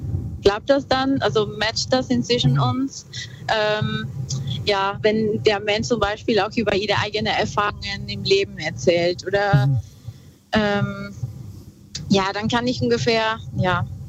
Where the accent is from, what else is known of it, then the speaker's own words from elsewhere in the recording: northern Peru, Peru; Ich bin ein bisschen nördlich, komme ursprünglich aus Peru. Ich bin im Norden von Peru aufgewachsen und da gab es ja viel Natur